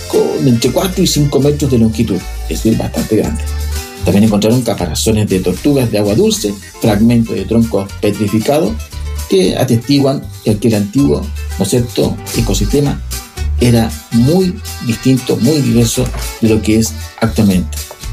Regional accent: Chile

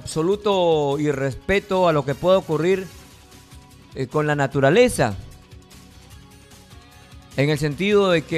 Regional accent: Peru; Tenemos cosas positivas los peruanos.

